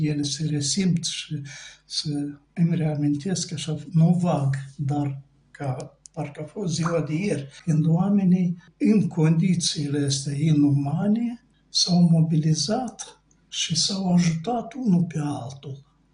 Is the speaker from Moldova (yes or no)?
yes; Moldova; noi suntem moldoveni, basarabeni. Și în casă se vorbește limba noastră, nu se vorbește altă limbă.